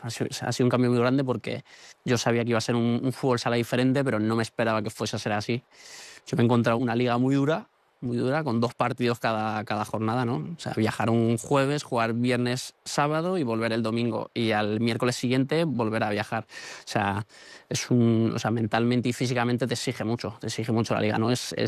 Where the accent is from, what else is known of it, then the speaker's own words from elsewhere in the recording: Toledo, Castilla-La Mancha, Spain; now in Russia; De hecho, en mi ciudad natal, en Toledo, hay tres entrenadores que entrenaron aquí en Rusia.